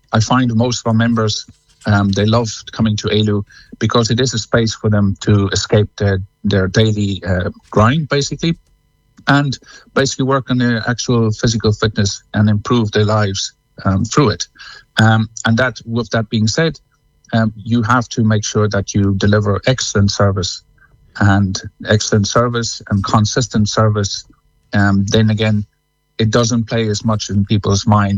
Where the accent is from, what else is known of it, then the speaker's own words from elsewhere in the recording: South Africa; moved away as an adult; now in Cong, Ireland; No, I'm originally from South Africa